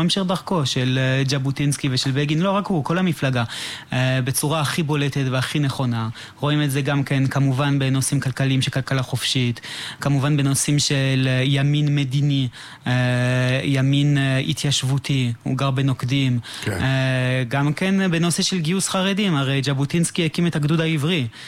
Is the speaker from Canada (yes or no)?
yes; Canada; Hebrew is a second language; moved away as an adult; now in Israel; כשהייתי בתיכון, הייתי בתיכון שבו למדו הרבה מאוד ישראלים שירדו מהארץ והגיעו לקנדה.